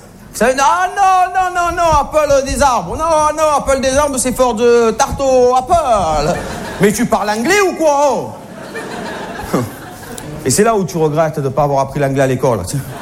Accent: France; on leur a dit, oui, on va vous faire la cuisine, on est français, vous inquiétez pas, laissez-nous faire

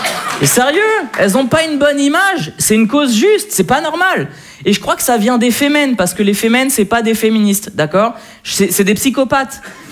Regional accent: Le Havre, Normandy, France; Je suis originaire du Havre. Voilà, ça met toujours une bonne ambiance quand je le dis.

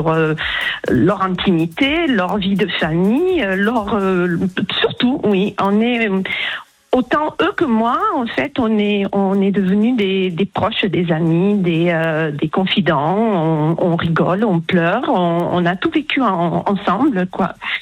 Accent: Toulouse, Occitanie, France; Alors, je suis de Toulouse, au soleil.

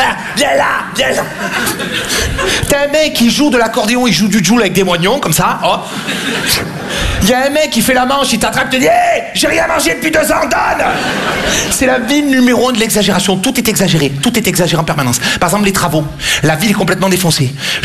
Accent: Marseille, Provence-Alpes-Côte d'Azur, France; j'ai grandi à Marseille.

